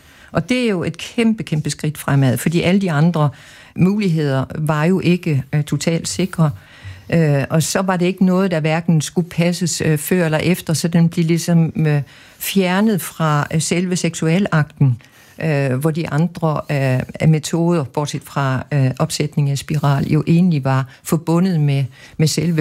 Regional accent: Bornholm, Capital Region of Denmark, Denmark; Jeg er vokset op på Bornholm, hvor der var et parallelt missionsk miljø, men jeg tilhørte et mere fritænkende.

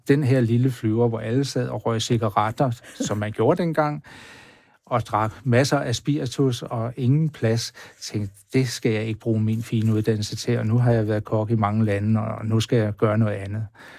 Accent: Ry, Central Denmark Region, Denmark; min skolegang i Midtjylland Ry, hvor jeg voksede op.

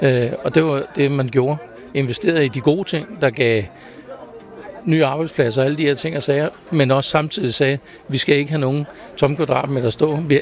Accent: Holbæk, Zealand, Denmark; jeg kommer jo fra Holbæk Kommune

